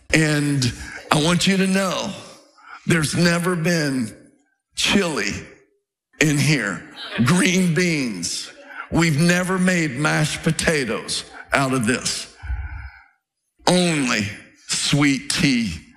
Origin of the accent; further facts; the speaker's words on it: Virginia, United States; The Ramseys growing up in Virginia